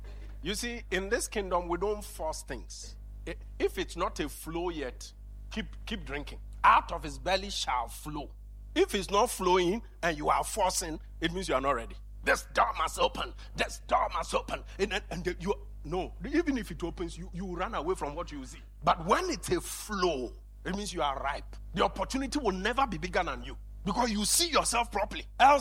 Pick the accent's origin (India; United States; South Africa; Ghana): Ghana; I said, I'm born and bred in Ghana.